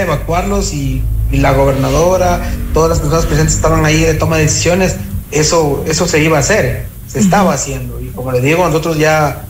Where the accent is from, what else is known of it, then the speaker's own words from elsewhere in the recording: Ecuador; La resiliencia en el Ecuador, y mucho más en mi provincia, es muy poca.